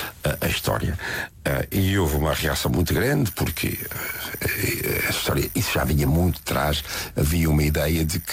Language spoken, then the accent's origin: Portuguese; Azores, Portugal; moved away as an adult; now in United States; eu sou açoriano.